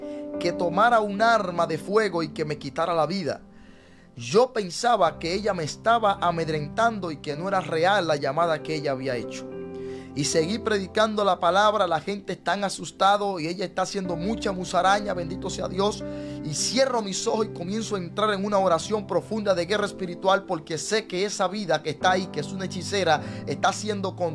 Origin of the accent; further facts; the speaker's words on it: Dominican Republic; moved away; en mi país, allá en Santo Domingo